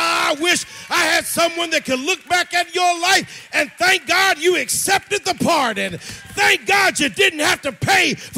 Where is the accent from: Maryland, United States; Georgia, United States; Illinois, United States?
Illinois, United States; Chicago; as old school Baptist as you can get. I was brought up in Lilydale Progressive Missionary Baptist Church on the south side of Chicago.